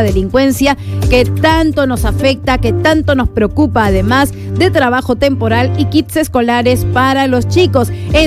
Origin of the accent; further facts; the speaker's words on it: Peru; Cusco nos escucha en los 88.3, orgullosos de Cusco. Así somos los peruanos.